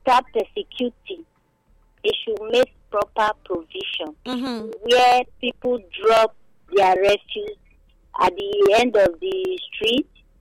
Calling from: Edo, Nigeria; from Opa.

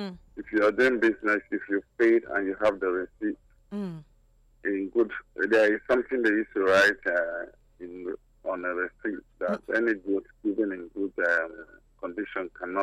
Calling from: Benin City, Edo, Nigeria; I'm calling from Benin.

